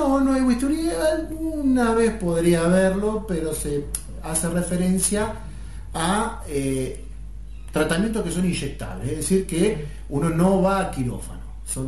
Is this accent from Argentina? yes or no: yes; Rufino, Santa Fe, Argentina; yo soy oriundo de Rufino.